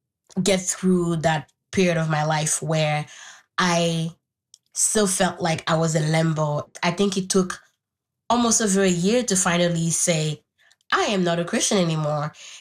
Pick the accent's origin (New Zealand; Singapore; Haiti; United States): Haiti; I grew up in Haiti